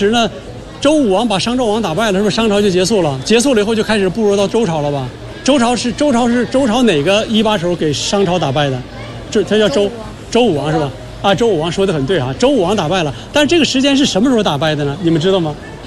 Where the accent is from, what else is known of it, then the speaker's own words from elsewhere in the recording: Beijing, China; 作为我们北京人